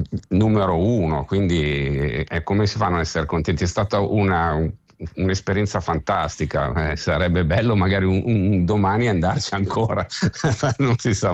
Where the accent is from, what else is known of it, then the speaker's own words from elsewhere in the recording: Milan, Lombardy, Italy; io sono di Milano